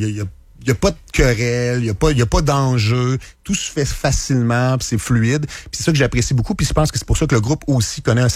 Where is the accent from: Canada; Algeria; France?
Canada; Rivière-du-Loup, Quebec; now in Quebec City, Canada; Je suis déménagé parce que moi, je viens du Bas-Saint-Laurent. Je viens de Rivière-du-Loup.